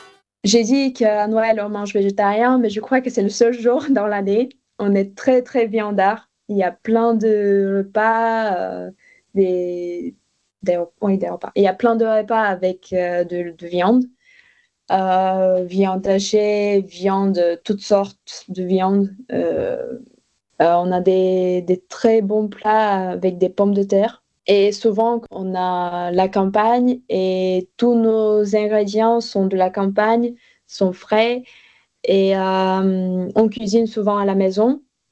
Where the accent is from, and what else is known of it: Bulgaria